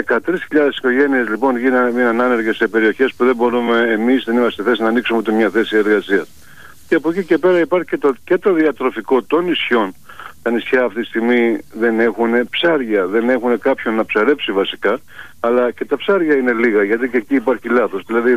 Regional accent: Ikaria, North Aegean, Greece; Φανταστείτε, εγώ τώρα είμαι από την Ικαρία, ταξιδεύω σε όλο το Αιγαίο πόσα χρόνια εδώ πέρα.

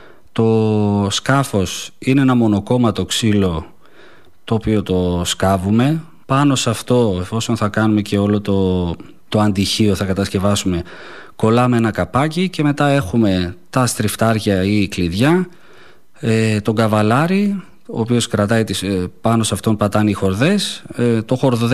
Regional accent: Eastern Macedonia and Thrace, Greece; Ο τόπος μου είναι κάτι το οποίο πρέπει, θεωρώ εγώ, κάθε άνθρωπος να επισκεφτεί

